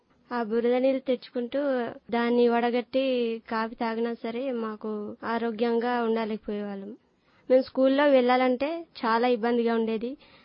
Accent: Rangarajapalli, Andhra Pradesh, India; born there; మా ఊరు రంగరాజపల్లి అండి.

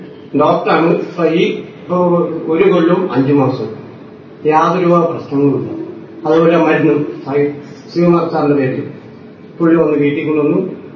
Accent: Kerala, India; ഞാൻ പാലാരൂർ സ്വദേശിയാണ്.

